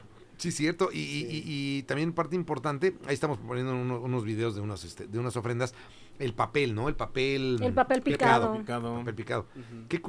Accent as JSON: {"language": "Spanish", "country": "Mexico", "said": "Si nosotros a veces, como mexicanos, nos sorprende, ¿no?"}